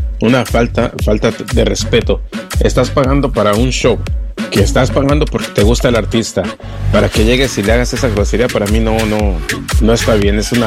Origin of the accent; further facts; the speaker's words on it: Mexico; me siento orgulloso yo como mexicano